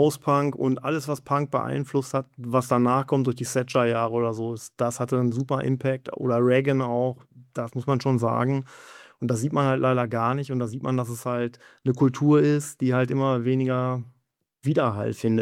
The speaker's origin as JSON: {"language": "German", "town": "Cologne", "region": "North Rhine-Westphalia", "country": "Germany", "said": "Als Kölner war mal ein ziemlich harter Ohrwurm, der einen überall verfolgt hat"}